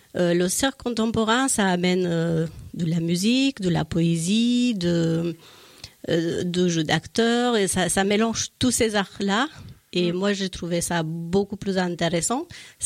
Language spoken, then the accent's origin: French; Romania; moved away as an adult; now in France; Moi, je viens de Roumanie